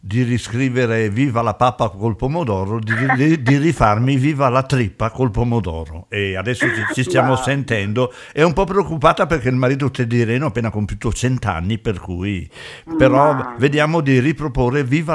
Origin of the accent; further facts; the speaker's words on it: Lugano, Ticino, Switzerland; born there; moved away; also born or lived in Rovato; io da bambino vivevo a Lugano